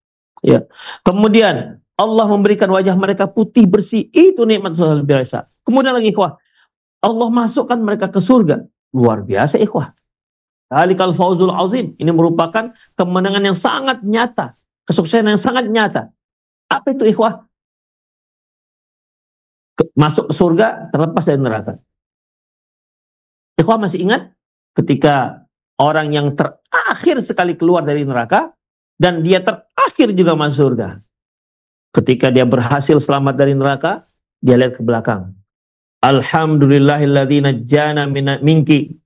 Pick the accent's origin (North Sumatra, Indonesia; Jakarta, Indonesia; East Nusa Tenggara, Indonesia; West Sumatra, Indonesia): West Sumatra, Indonesia; kalau bahasa kami orang Minang